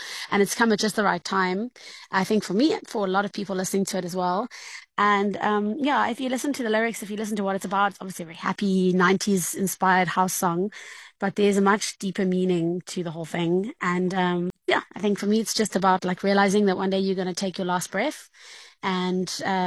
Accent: South Africa; moved away

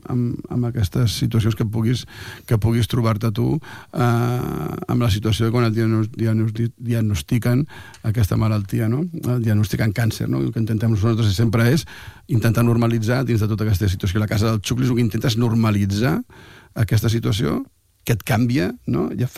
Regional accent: Barcelona, Catalonia, Spain; jo que estic a Sant Joan de Déu amb la meva família aquí, els meus amics, perquè soc de Barcelona

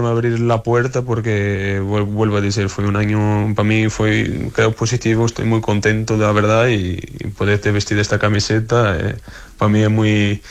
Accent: Lisbon, Portugal; Spanish is a second language; Soy de Lisboa.

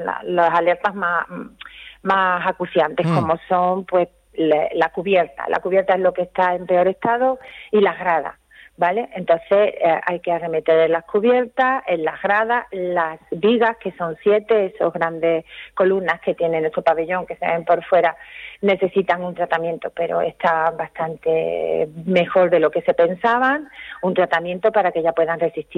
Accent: Puerto Real, Andalusia, Spain; todos los que somos de Puerto Real, que lo hemos vivido

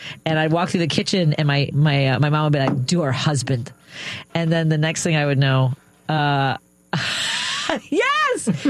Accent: Norwood, Illinois, United States; I grew up in Norwood, yeah, but okay. I grew up in a one bedroom apartment above what was a paint. When we moved in, it was a paint store, became a bank.

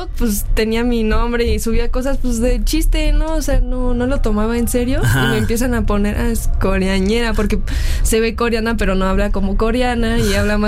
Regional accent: Mexico; born there; also born or lived in South Korea; creo que por el tiempo que llevo aquí y la cultura que he tenido socialmente hablando, o sea, con la gente con la que he crecido, sí me siento más mexicana que coreana

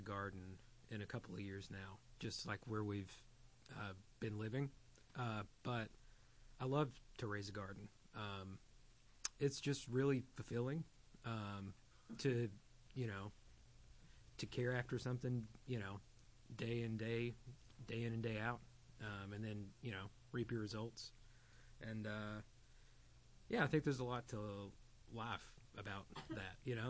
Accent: Middlesboro, Kentucky, United States; now in Chattanooga, United States; I'm from Middlesboro, Kentucky.

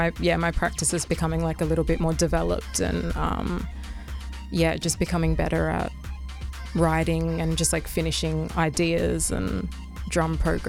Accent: South Australia, Australia; also born or lived in Melbourne; now in Sydney, Australia; I am from the Riverland in South Australia, like country South Australia, Ngurrindjeri on my mother's side, Wankumadla on my father's side, also have connections to Torres Strait Islands as well.

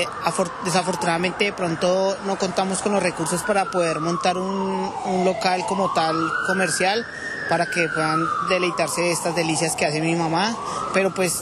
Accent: Colombia; now in Australia; Venimos de Colombia, Este emprendimiento nos lo dio nuestra abuela, le ayudábamos a ella, con eso sosteníamos nuestra casa y pues quisimos emprenderlo acá en Australia.

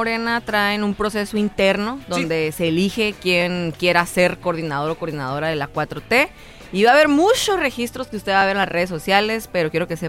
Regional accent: Mexicali, Baja California, Mexico; Yo nací aquí en Mexicali, soy la primera generación de cachanillas, vengo de una familia migrante, mi mamá es de Oaxaca, mi papá es de Sinaloa

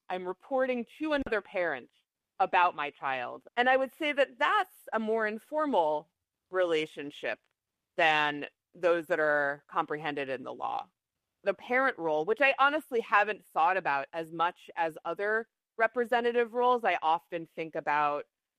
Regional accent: Hackensack, New Jersey, United States; my hometown of Hackensack, New Jersey, where I was taken to city council meetings as a kid

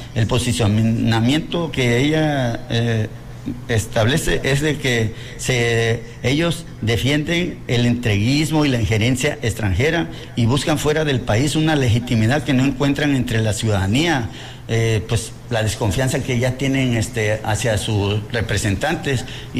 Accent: Mexico; nuestro pueblo mexicano

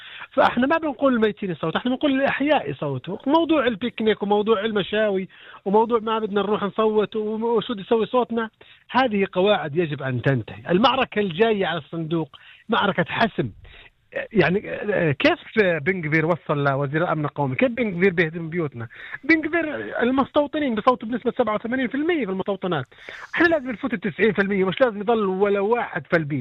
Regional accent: Southern District, Israel

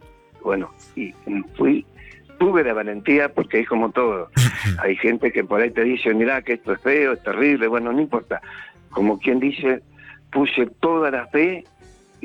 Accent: Burzaco, Buenos Aires Province, Argentina; born there; moved away; yo soy nacido en Bursaco.

